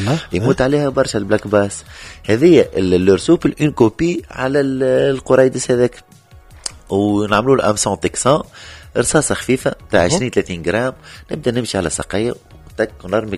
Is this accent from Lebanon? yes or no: no; Tunisia; ولهنا موجود عندنا في تونس.